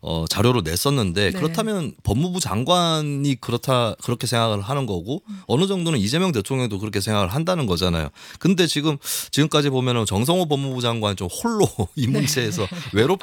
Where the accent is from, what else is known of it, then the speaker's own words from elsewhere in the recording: Gyeongsang, South Korea; 제가 경상도 출신인데요.